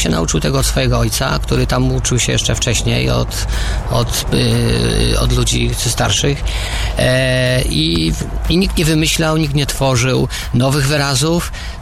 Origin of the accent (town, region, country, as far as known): Ślesin, Greater Poland Voivodeship, Poland; born there